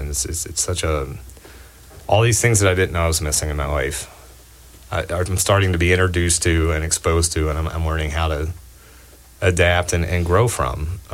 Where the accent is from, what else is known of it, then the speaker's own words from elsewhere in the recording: Johnson City, Tennessee, United States; I'm from Johnson City, Tennessee